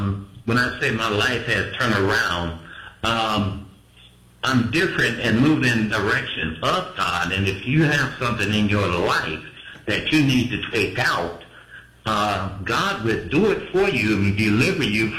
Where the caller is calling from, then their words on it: Cedar Rapids, Iowa, United States; I'm calling from Cedar Rapids, Iowa.